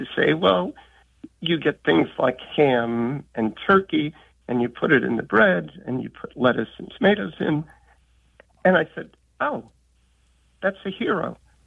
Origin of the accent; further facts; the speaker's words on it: Queens, New York, United States; now in Irvington, United States; Right, but I grew up in Queens and Astoria.